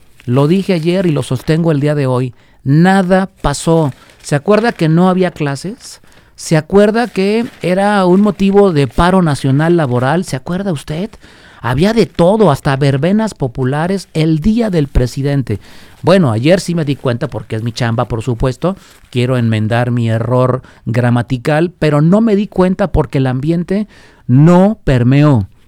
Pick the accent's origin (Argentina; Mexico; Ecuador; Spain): Mexico; Guadalajara, Jalisco; todos los que somos orgullosamente tapatíos